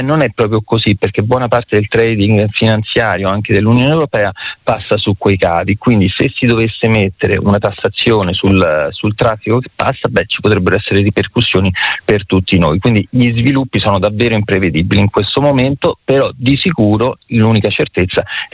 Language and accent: Italian; Rome, Lazio, Italy